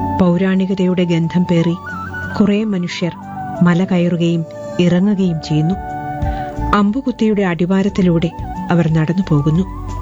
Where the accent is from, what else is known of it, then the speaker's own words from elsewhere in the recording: Idukki, Kerala, India; ഞാനൊരു ഇടുക്കിക്കാരിയാണെന്ന്